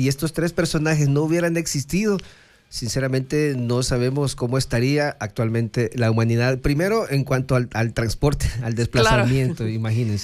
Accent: El Salvador; nosotros como salvadoreños

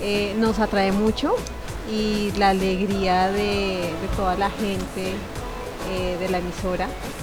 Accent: Bogotá, Bogotá Capital District, Colombia

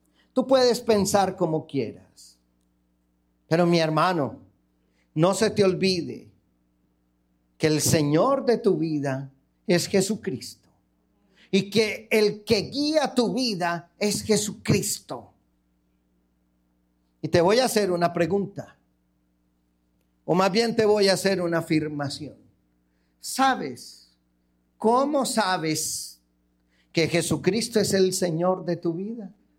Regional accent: Antioquia, Colombia; moved away; En Antioquía, no en Antioquía, la región de donde yo vengo

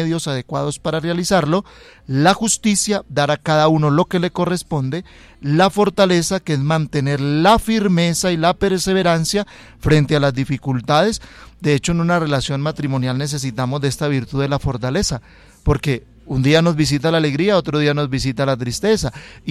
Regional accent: Santander, Colombia; la berraquera, como decimos en mi tierra santandereana, ¿cierto?

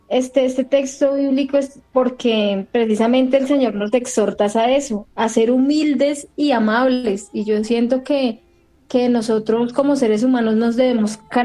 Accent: Colombia; nosotros como colombianos o latinos somos muy, muy calurosos, muy amables, muy sencillos, muy dados a los demás

